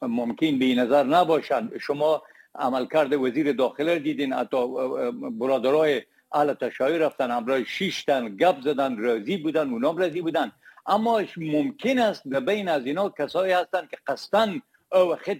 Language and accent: Persian; Herat, Afghanistan; من خود ما که از هرات هستم